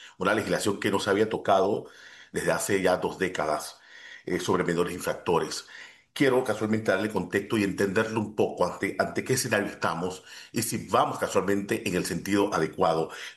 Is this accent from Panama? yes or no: yes; Panama